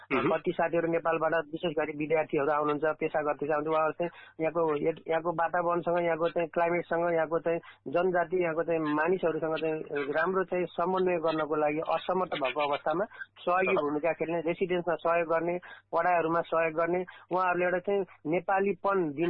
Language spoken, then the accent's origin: Nepali; Dhading, Bagmati, Nepal; now in Australia; पनि अस्ट्रेलियाको चाहिँ जनसमिति सभापति उम्मेद्वार हुँदै गर्दाखेरि म धादिङबाट हुँ